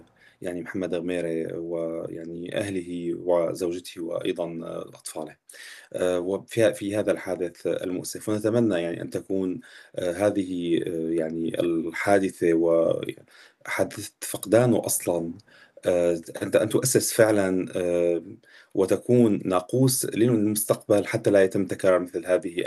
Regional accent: Syria; نحن نتحدث كسوريين

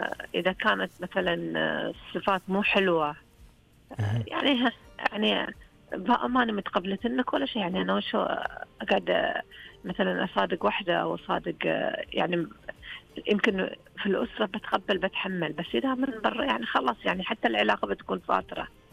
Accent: Saihat, Eastern Province, Saudi Arabia; accent: Sihati (Saihat dialect); also born or lived in Al-Jawf; أنا بجي أتكلم لهجة الرياض وأنا لهجتي سهاتية، ما بغيرها. أنا قعدت 7 سنين في الجوف يا أبو الغيث، خليتهم يتكلمون سهاتي

